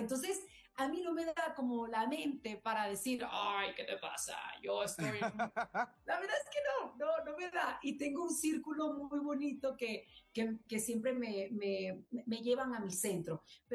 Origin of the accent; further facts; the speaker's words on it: Venezuela; now in Mexico; tener la nacionalidad de mis amores, que es Venezuela, y la nacionalidad que hoy por hoy me ha dado tanto, que es México